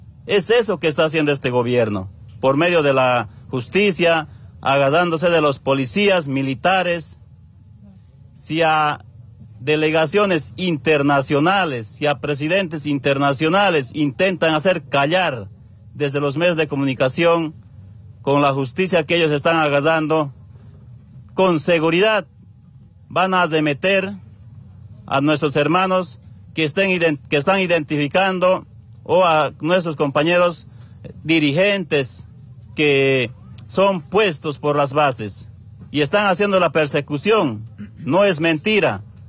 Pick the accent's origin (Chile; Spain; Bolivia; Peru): Bolivia; Entonces nosotros como bolivianos no podemos permitir que de esa manera nos amedrente